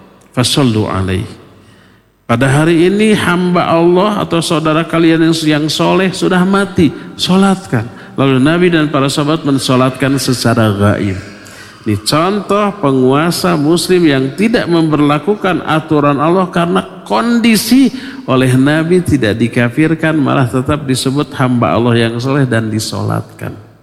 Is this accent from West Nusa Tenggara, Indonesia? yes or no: no; Papua, Indonesia; now in Bandung, Indonesia; Saya berasal dari Papua, tapi tinggal di Bandung.